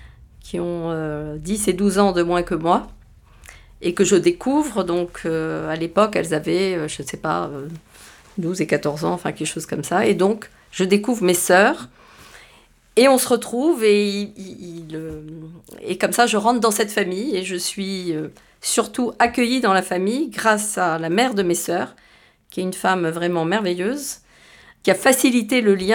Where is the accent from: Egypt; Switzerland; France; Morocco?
Morocco; born there; Je lui dis, parce que je suis née au Maroc.